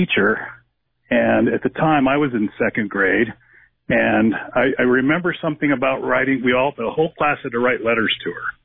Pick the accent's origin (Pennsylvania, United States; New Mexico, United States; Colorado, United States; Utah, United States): New Mexico, United States; Roswell; born there; I was born in 1961 in Roswell, New Mexico. My dad was stationed at the Walker Air Force Base.